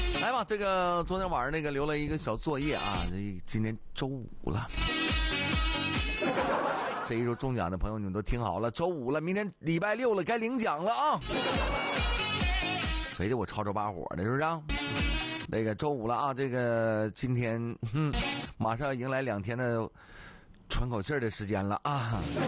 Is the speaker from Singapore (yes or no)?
no; Northeast China, China; 咱东北有句土话说的非常好